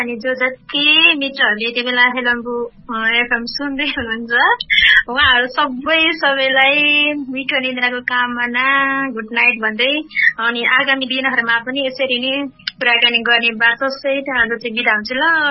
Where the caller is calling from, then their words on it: Udayapur, Koshi Province, Nepal; Udaipur कर्बेटबाट